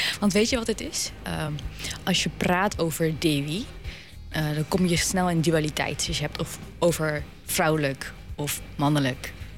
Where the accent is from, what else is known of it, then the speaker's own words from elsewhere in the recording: The Hague, South Holland, Netherlands; Ik kom uit Den Haag natuurlijk, ik ben hier geboren en getogen.